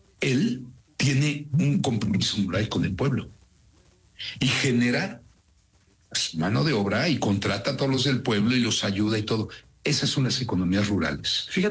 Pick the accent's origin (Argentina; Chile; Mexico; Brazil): Mexico; nosotros necesitamos educar a nuestros hijos sin ayudarnos como mexicanos